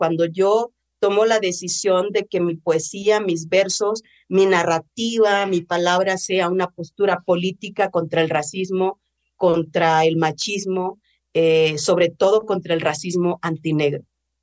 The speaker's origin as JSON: {"language": "Spanish", "town": "Cuajinicuilapa", "region": "Guerrero", "country": "Mexico", "also_born_or_lived": "Copala", "moved": "yes", "said": "como toda negra presuntuosa, le dije, sí, soy de Cuaji"}